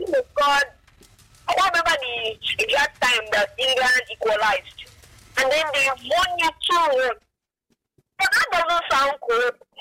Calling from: Calabar, Cross River, Nigeria; I'm calling from Kosova State, Calabar.

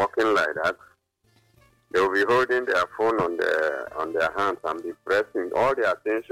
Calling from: Nigeria; I'm calling from Atapa.

